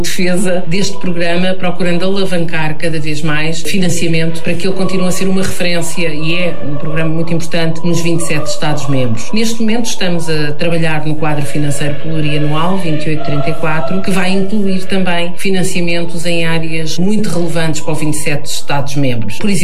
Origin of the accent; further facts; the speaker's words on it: Amadora, Lisbon, Portugal; tenho 54 anos, venho de Lisboa, da Amadora, onde tive o privilégio de ser autarca nos últimos 23 anos.